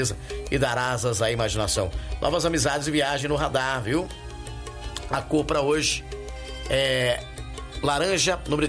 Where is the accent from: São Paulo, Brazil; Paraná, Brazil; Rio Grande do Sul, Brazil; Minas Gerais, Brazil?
São Paulo, Brazil; Descalvado; Minha terra querida, amada, inesquecível, Descalvado.